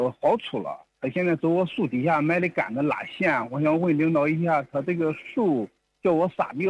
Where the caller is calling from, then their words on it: Guoyang County, Anhui, China; 过阳县。